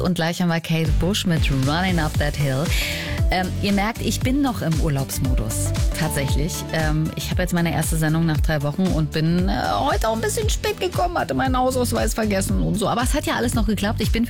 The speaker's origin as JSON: {"language": "German", "region": "Berlin", "country": "Germany", "said": "Jetzt überlege ich als Berlinerin schon, ob man 3:45 oder 3:45 sagt."}